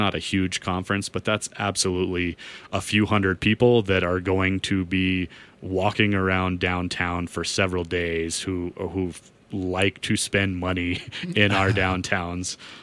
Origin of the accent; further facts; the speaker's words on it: New Mexico, United States; as a Northerner in New Mexico